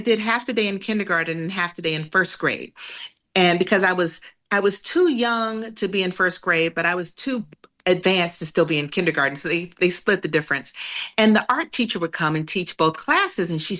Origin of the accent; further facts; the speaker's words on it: Atlanta, Georgia, United States; When I was growing up in Atlanta, I grew up in an all-black middle-class environment.